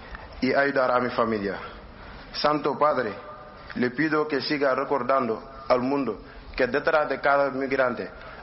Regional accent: Senegal; now in Tenerife, Spain; tengo 20 años y soy de Senegal.

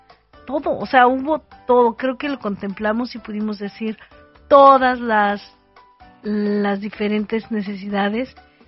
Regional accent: Mexico City, Mexico; en mi pueblito tiembla mucho, en la Ciudad de México.

